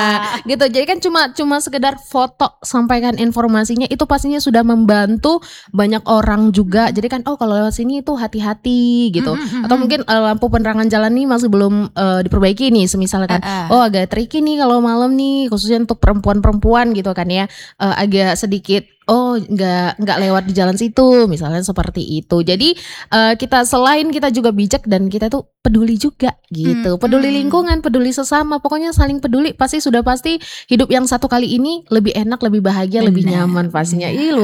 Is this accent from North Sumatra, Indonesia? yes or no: yes; Medan, North Sumatra, Indonesia; kita tuh warga Medan, bangga dan juga harus peduli.